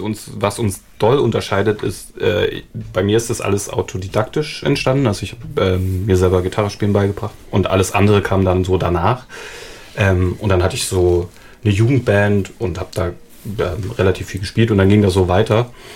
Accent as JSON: {"language": "German", "region": "Saxony", "country": "Germany", "also_born_or_lived": "Leipzig", "moved": "as an adult", "lives_now": "Northern Germany", "said": "ich habe in Leipzig studiert und komme aus der Nähe von Dresden, beziehungsweise zwischen Dresden und Bautzen."}